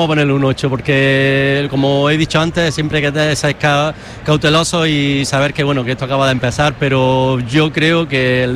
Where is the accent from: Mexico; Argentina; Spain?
Spain; Andalusia; moved away; Yo soy andaluz